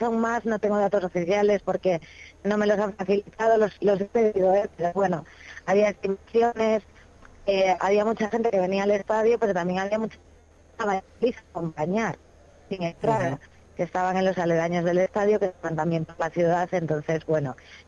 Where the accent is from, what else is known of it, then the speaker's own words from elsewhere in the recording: A Coruña, Galicia, Spain; todos los coches que vamos pasando por aquí somos de Coruña